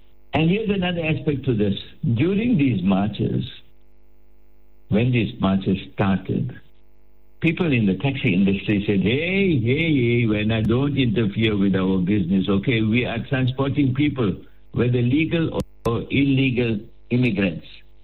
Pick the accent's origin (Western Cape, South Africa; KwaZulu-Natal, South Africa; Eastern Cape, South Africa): KwaZulu-Natal, South Africa; my hometown of Sheppey.